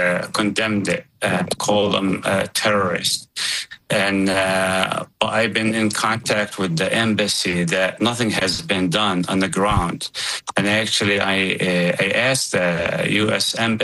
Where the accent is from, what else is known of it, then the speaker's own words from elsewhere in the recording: Qusra, West Bank, Palestine; now in United States; I was born and raised in Qusra. My mother, 83 years old, is still in Qusra.